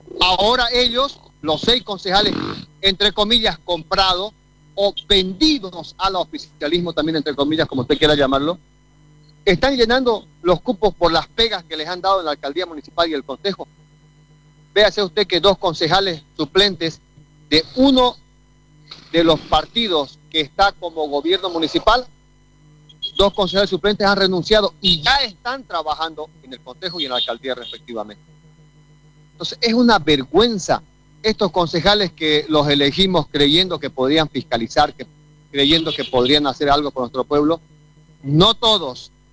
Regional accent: Montero, Santa Cruz, Bolivia; Es lo peor que le ha pasado a mi pueblo donde nací, donde me formé, donde me crié y donde me malcrié.

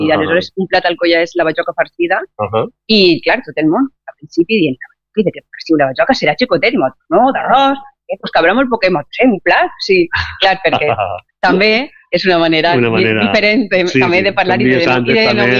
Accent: Alcoy, Valencian Community, Spain; Jo sóc alcoiana

